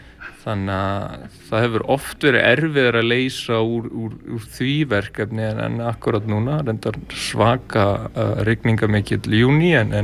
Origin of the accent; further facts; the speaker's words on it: Hjalteyri, Northeastern Region, Iceland; Já, ég er frá Ytribakka við Hjalteyri. Raunar jörð sem liggur alveg að Hjalteyrinu.